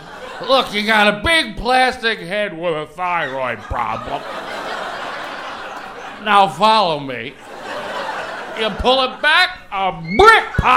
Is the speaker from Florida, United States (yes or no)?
no; Philadelphia, Pennsylvania, United States; I grew up in Philadelphia. That's a tough neighborhood.